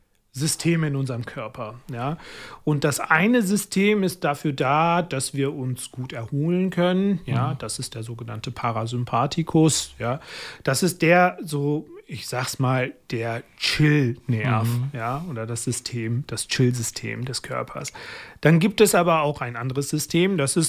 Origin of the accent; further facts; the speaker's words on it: Pakistan; German is a second language; now in Germany; Mal jetzt zum Beispiel aus meinem Heimatland in Pakistan zum Beispiel